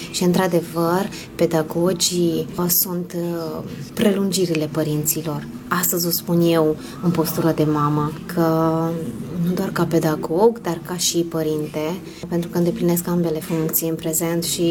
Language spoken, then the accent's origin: Romanian; Romania; moved away as an adult; now in Szeged, Hungary; sunt româncă, născută în România și acolo am finalizat și învățământul și am ajuns în Ungaria